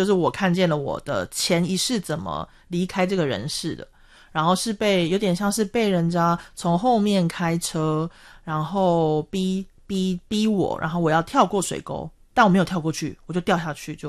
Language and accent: Chinese; Japan; Chinese is a second language; 对，然后我是一个日本人